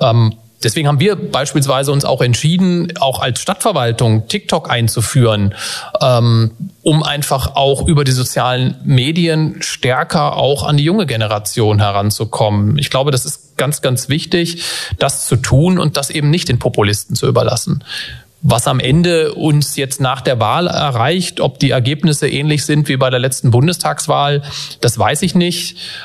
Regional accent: Wolfsburg, Lower Saxony, Germany; als Wolfsburger, als gebürtiger Wolfsburger

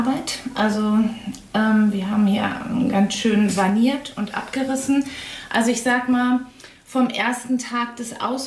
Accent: Langelsheim, Lower Saxony, Germany; now in Beuchte, Germany; Ich bin 53 Jahre alt. Ich bin in einer Kleinstadt hier in der Nähe in Langelsheim aufgewachsen. Ich bin in Goslar zur Schule gegangen.

